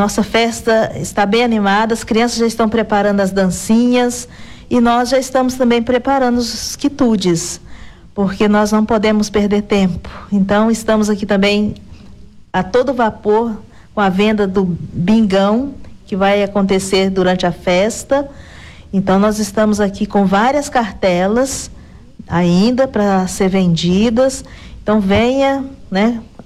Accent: Minas Gerais, Brazil; nós somos mineiros

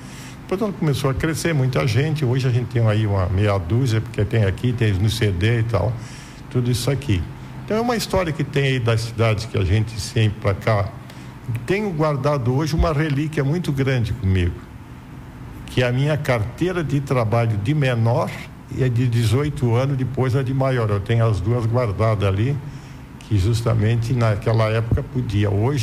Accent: Gravatal, Santa Catarina, Brazil; born there; Mas eu nasci em Gravatal, que é onde eu era, o local hoje é Gravatal. Mas eu vim para cá com 13 anos aí, quer dizer.

